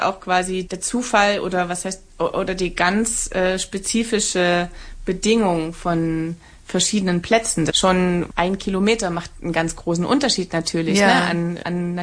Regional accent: Saxony, Germany; Also da, wo ich herkomme, im Erzgebirge, da driften die Jugendlichen Schneeflächen.

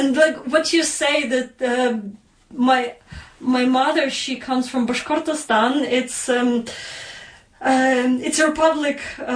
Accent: Western Ukraine, Ukraine; we come from different regions of Ukraine. I'm from the West where the culture and language was more preserved, but still in my childhood and like teenage years, speaking Russian was still somehow cooler than speaking Ukrainian

